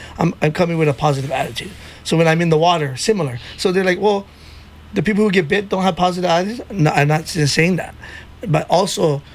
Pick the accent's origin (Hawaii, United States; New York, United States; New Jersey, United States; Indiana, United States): Hawaii, United States; As a Hawaiian